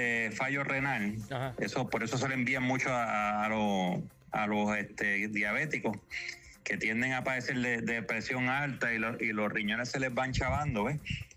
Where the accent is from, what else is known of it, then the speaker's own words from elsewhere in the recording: Isabela, Puerto Rico; Nosotros somos de Isabela, criados aquí.